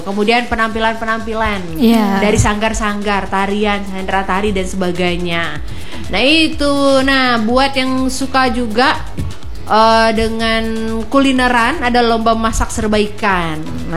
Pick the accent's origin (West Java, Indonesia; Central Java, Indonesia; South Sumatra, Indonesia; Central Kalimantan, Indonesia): Central Kalimantan, Indonesia; Palangka Raya; kita warga Palangkaraya